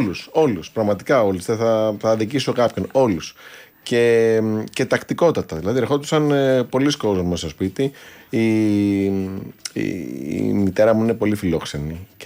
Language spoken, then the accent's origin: Greek; Nea Smyrni, Attica, Greece; εγώ γεννήθηκα στη Νέα Σμύρνη, πολύ όμορφη γειτονιά. Και με την έννοια της γειτονιάς, πολύ όμορφα χρόνια, έμεινα εκεί 16 χρόνια.